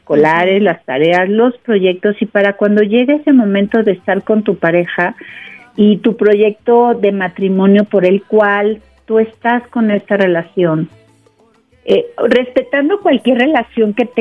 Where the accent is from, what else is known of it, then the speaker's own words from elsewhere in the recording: Mexico; lo maravilloso que somos como mexicanos